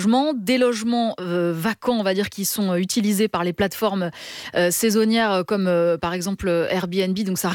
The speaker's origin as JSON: {"language": "French", "country": "France", "said": "Donc il y a un vrai business du logement aujourd'hui en Espagne, mais comme finalement chez nous en France."}